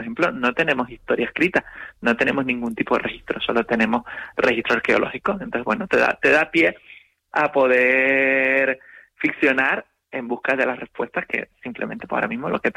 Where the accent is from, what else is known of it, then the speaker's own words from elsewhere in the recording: Canary Islands, Spain; soy el único canario